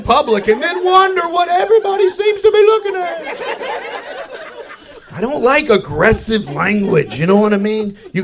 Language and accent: English; Kentucky, United States; moved away; I'm originally from Kentucky. And to be honest with you, I used to be embarrassed of that. I used to be embarrassed of my accent